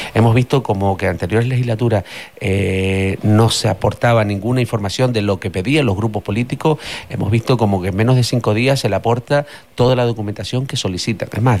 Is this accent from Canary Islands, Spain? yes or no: yes; La Matilla, Canary Islands, Spain; yo soy de La Matilla